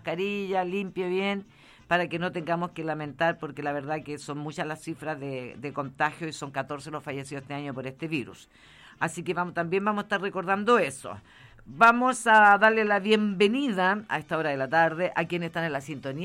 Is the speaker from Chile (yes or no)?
yes; Chile; somos chilenos todo el año